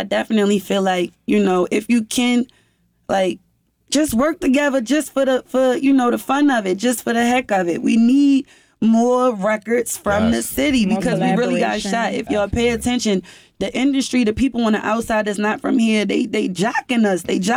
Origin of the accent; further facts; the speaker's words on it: Baltimore, Maryland, United States; I was born and raised in East Baltimore.